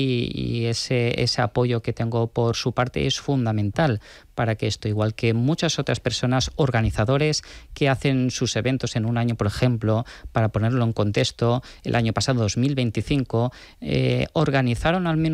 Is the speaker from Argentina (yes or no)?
no; Valencian Community, Spain; Y creaba también obras de arte en el chalet familiar, en el pueblo, en mi pueblo Alfar.